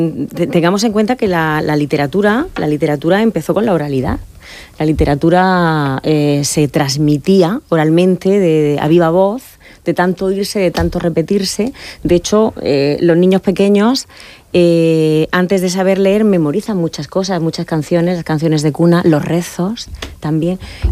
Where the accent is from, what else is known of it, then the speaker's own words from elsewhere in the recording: Region of Murcia, Spain; tenemos que saber qué es lo que nos fundamenta a nosotros, en este caso a nosotros como murcianos, como españoles